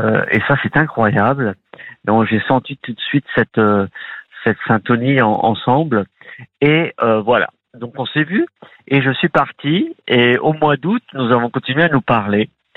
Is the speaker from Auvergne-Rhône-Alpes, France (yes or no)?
no; Châlons-en-Champagne, Grand Est, France; born there; also born or lived in Portugal